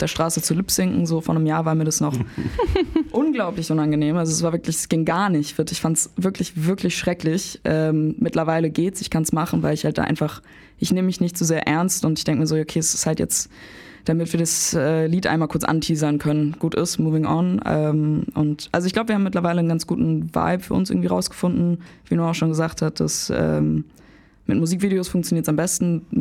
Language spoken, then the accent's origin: German; United Kingdom; ich bin halt Britin, deswegen sind wir halt auch beide auch mit sehr viel nicht deutschem Einfluss aufgewachsen